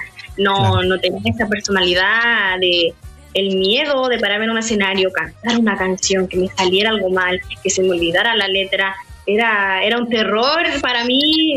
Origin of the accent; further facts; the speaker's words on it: Chile; yo soy de aquí, de la comuna del Pisco, el litoral. Aquí vivo muy cerquita de la playa.